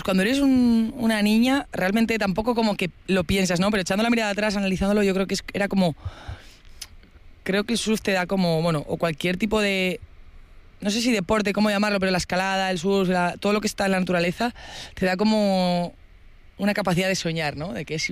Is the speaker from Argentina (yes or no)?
no; Getxo, Basque Country, Spain; soy de Guecho